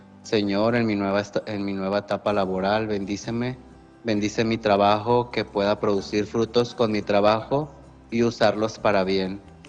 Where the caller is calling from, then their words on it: Tesistán, Jalisco, Mexico; De aquí de Tezistán.